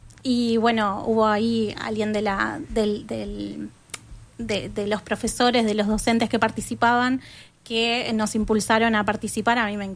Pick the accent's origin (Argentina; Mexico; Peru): Argentina; now in Uruguay; En mi caso, que yo soy argentina, también tuve la oportunidad de participar, ¿no? Como estudiante de la UDELAR.